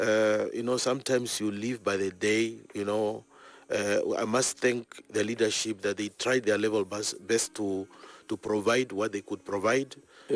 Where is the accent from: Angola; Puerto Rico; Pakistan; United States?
Angola; also born or lived in East Germany